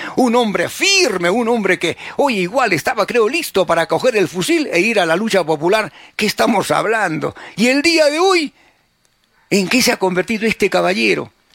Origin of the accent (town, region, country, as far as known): Peru